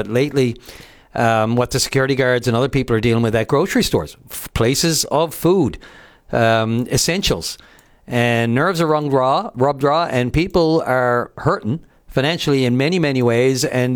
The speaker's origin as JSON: {"language": "English", "town": "St. John's", "region": "Newfoundland and Labrador", "country": "Canada", "tie": "born or raised there"}